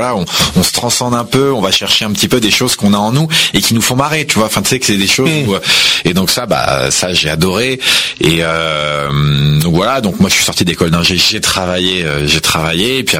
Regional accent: Meudon, Île-de-France, France; moi je suis né à Meudon, donc dans le 92. J'ai toujours grandi en Île-de-France et j'ai toujours été en Île-de-France

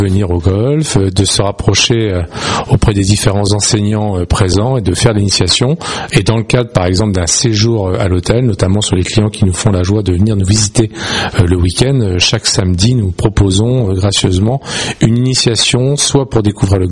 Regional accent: La Rochelle, Nouvelle-Aquitaine, France; now in Taverny, France; Alors non, moi je suis Rochelais à la base, mais depuis maintenant 2000, je suis sur Paris.

